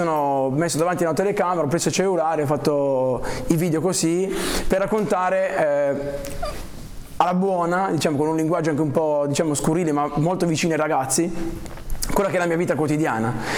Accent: Bolzano, Trentino-Alto Adige, Italy; Sono di Bolzano. No?

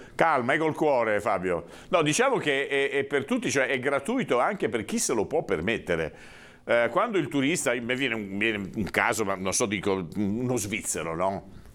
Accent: Genoa, Liguria, Italy

